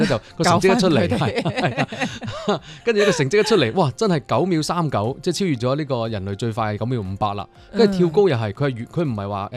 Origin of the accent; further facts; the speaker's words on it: Guangdong, China; 我作为一个广东人